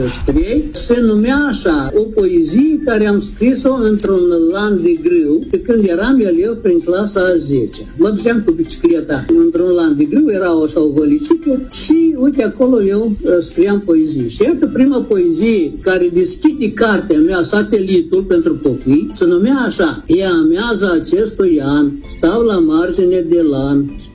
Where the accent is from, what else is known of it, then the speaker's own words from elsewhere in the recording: Cenușa, Florești District, Moldova; eu din satul meu Cenușa am trecut la școala din orășelul Leninsk, Ghindești astăzi, la școala mică.